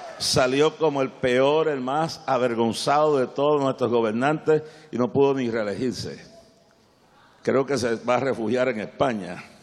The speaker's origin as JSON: {"language": "Spanish", "country": "Puerto Rico", "said": "una está exiliada exiliada porque los puertorriqueños nos exiliamos en Orlando."}